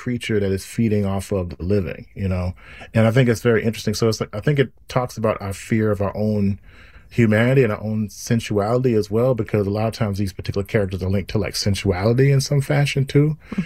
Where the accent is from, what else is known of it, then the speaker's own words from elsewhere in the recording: Mississippi, United States; you know, I'm from Mississippi, so and I grew up with the blues